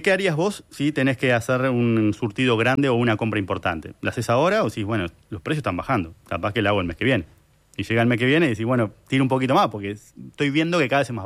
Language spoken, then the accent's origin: Spanish; Uruguay